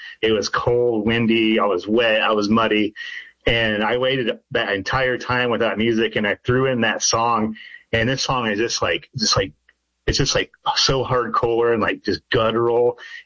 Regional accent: Midwest, United States; I grew up poor and in the Midwest, with a single mom, and we didn't have a lot of things. We lived in a one-bedroom studio.

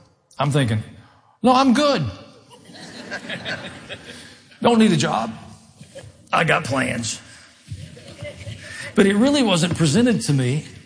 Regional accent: Tennessee, United States; I grew up in Middle Tennessee. Most of you know that. My dad was a veterinarian.

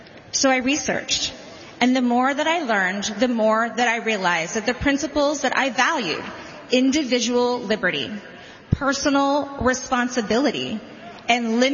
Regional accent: Dallas, Texas, United States; And I didn't have to travel far to get here, as I grew up right here in Dallas.

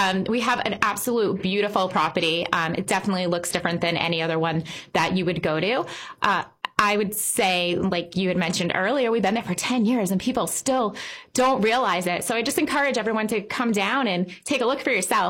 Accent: Swansea, Massachusetts, United States; And I was born and raised in Swansea

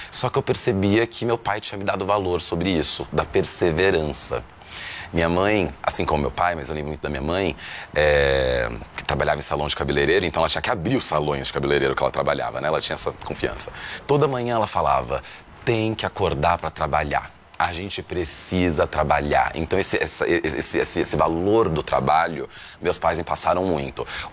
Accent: São Paulo, Brazil; então eu sou piauilistano, entendeu? Assim que eu brinco na peça. Então eu não tive uma infância lá, minha infância já é aqui em São Paulo, mas meu pai, ele tinha uma presença muito piauiense

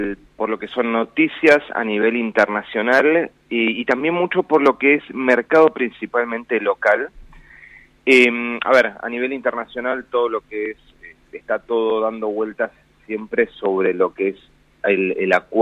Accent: Buenos Aires, Argentina

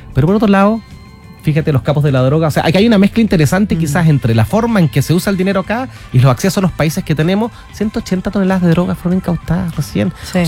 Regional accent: Chile

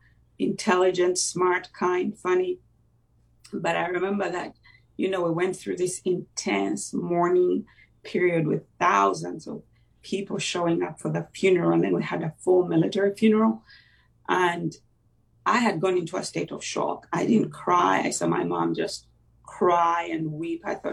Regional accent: Uganda; first language Luganda; English is a second language; my native language in Luganda.

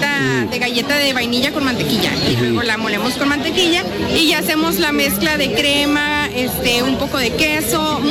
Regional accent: San Luis Río Colorado, Sonora, Mexico; now in Ensenada, Mexico; Yo soy de San Luis Río Colorado, Sonora.

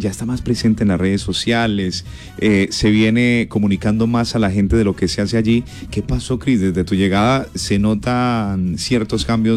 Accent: Pereira, Risaralda, Colombia; lo que somos los pereiranos ante el mundo

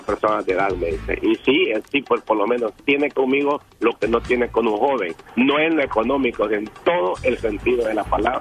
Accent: El Salvador; No, soy salvadoreño.

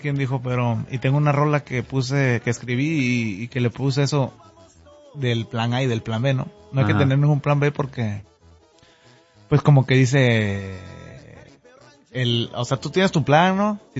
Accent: Miahuatlán de Porfirio Díaz, Oaxaca, Mexico; moved away; un compositor, cantante de Miahuatlán, de Porfirio Díaz, Oaxaca, México.

